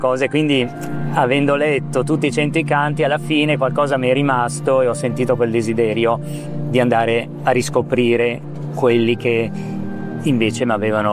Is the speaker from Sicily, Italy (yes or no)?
no; Milan, Lombardy, Italy; moved away as an adult; now in Trentino, Italy; Io sono nato a Milano nel 64. Cioè, ho vissuto tanti anni a Milano, fino a 29 anni, poi mi sono trasferito in Trentino.